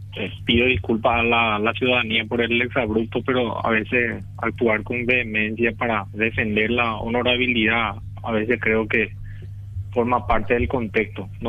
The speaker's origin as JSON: {"language": "Spanish", "region": "Amambay", "country": "Paraguay", "said": "yo soy de Amambay"}